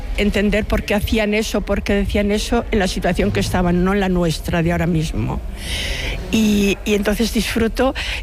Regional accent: Colinas de Trasmonte, Castile and León, Spain; bueno, el pueblo se llama Colinas de Trasmonte. Es un pueblo pequeñito de la provincia de Zamora. A ver, casi insignificante, pero para mí es mi pueblo y es maravilloso.

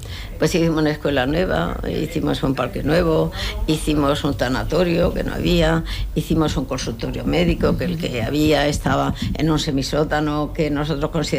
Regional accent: Tíjola, Andalusia, Spain; born there; moved away as an adult; also born or lived in Barcelona; Yo estuve trabajando en Tíjola, 2 años

